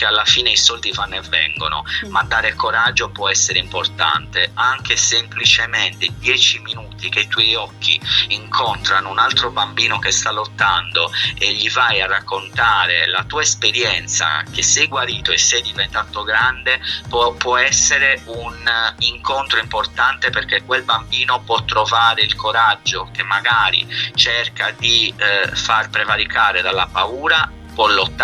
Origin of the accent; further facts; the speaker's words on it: Sardinia, Italy; io sono sardo